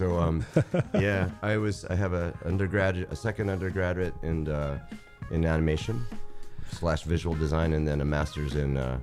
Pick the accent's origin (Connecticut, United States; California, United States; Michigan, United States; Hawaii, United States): Hawaii, United States; moved away; also born or lived in Philadelphia; Well, so I grew up on Maui and Oahu. And I lived in Philadelphia for about 18 years. And I moved back here about 5 years ago.